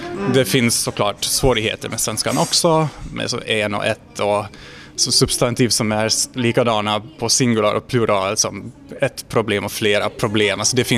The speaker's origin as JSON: {"language": "Swedish", "town": "Cluj-Napoca", "region": "Cluj County", "country": "Romania", "tie": "born or raised there", "first_language": "Hungarian", "second_language": "Swedish", "moved": "yes", "said": "Jag är uppvuxen i Cluj-Napoca i Rumänien, i Transylvanien. Och ja, det finns en ungerspråkig minoritet då."}